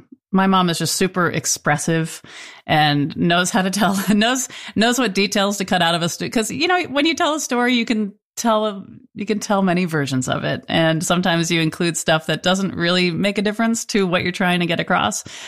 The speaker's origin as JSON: {"language": "English", "town": "Farmington", "region": "Connecticut", "country": "United States", "tie": "born or raised there", "said": "I grew up in Farmington, Connecticut, and it was a nice place to be."}